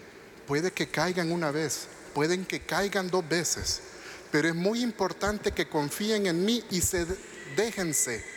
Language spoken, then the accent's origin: Spanish; Honduras; nuestra actitud como hondureños